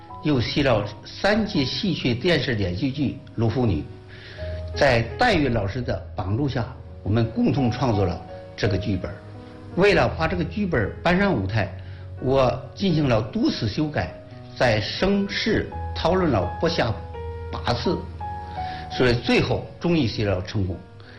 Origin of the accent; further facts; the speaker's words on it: China; 土生土长的河南县人